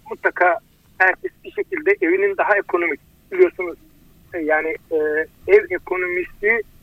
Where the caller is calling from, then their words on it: Manisa, Turkey; Manisa'dan arıyorum.